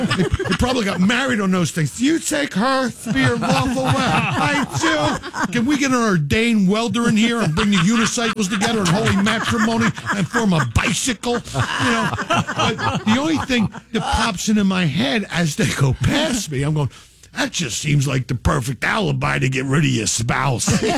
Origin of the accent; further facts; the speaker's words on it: Philadelphia, Pennsylvania, United States; First off, I'm from Philly, all right?